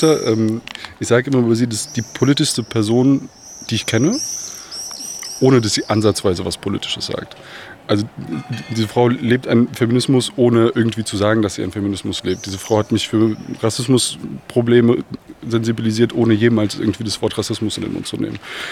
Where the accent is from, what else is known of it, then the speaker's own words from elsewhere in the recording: Germany; Also ich komme aus Bosnien, in Bornheim, im Balkan. In Bornheim, super große Community aus dem Balkan. Bin hier so einfach ganz normal groß geworden.